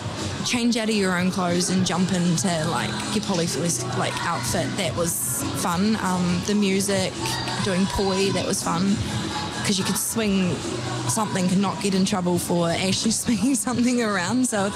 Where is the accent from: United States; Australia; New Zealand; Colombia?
New Zealand; Dunedin, Otago; Yeah, I'm born and raised in Otipoti. I have a marae down in Otago. We are Ngāi Tahu. Yeah, I'm 35 years old today.